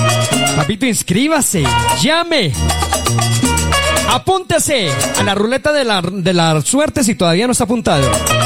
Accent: Colombia

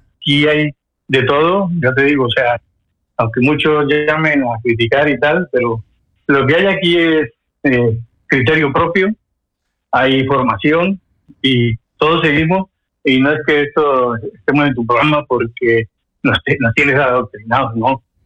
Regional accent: Colombia; moved away as an adult; now in Spain; Y además, mi profesión vengo de Colombia, yo estudié en el SENA de Colombia, luego me formé en España

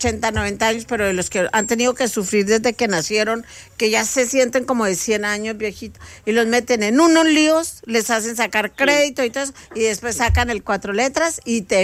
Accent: Colombia; now in Ecuador; Aunque los colombianos a mí me quieren mucho, pero hoy me siento más ecuatoriana tal vez. Y no estoy traicionando a mi patria

